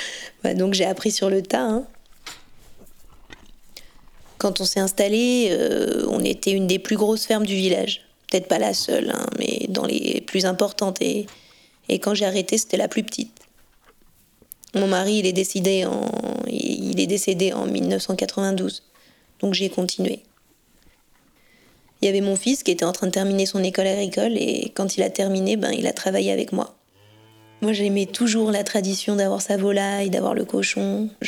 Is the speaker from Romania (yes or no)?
no; Auvergne-Rhône-Alpes, France; Alors moi, je suis native d'Ourou, dans le Rhône, donc c'est pas très loin d'ici.